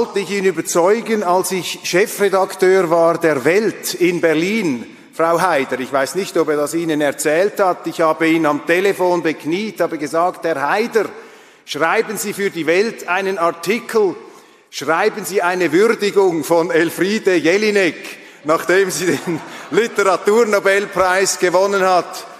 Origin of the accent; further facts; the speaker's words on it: Switzerland; für mich als Schweizer